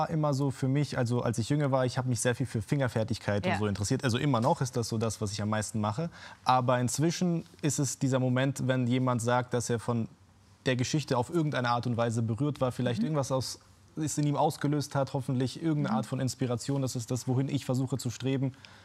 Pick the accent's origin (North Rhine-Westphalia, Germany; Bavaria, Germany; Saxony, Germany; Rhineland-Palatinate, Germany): Rhineland-Palatinate, Germany; Altrip; now in Bobenheim-Roxheim, Germany; Also ich meine, ich komme ja schon immer hier aus der Gegend. Davor mit meinen Eltern habe ich in Altrip gewohnt.